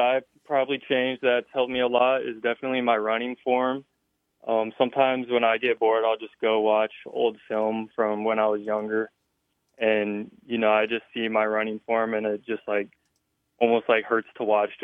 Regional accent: Hastings, Nebraska, United States; I'm from Hastings. Kearney's like a 45-minute drive. So it kind of all works out good if I go to UNK.

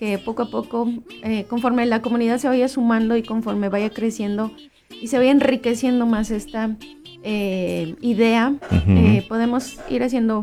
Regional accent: Mexico; moved away as an adult; Yo que nací y crecí en México

